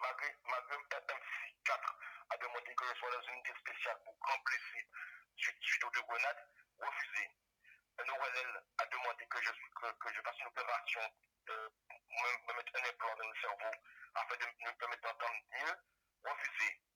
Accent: Guadeloupe; now in France; moi je suis Guadeloupéen et j'ai le mental.

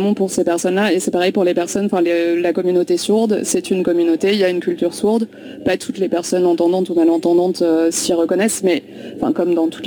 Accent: France; bon, moi je suis française, donc j'ai observé ça un peu de loin

